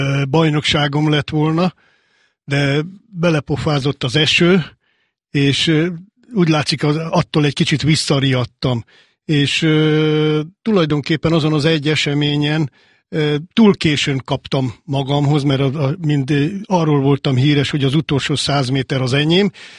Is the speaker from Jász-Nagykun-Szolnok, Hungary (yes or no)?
no; Budapest, Hungary; valóban közvetlen a Duna mellett nőttem föl